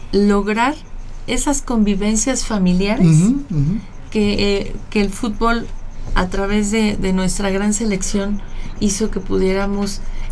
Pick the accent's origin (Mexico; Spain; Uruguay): Mexico; nos da un lugar importante como mexicanos